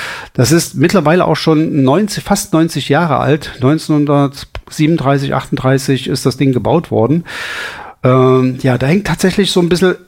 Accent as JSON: {"language": "German", "town": "Altenburg", "region": "Thuringia", "country": "Germany", "tie": "born or raised there"}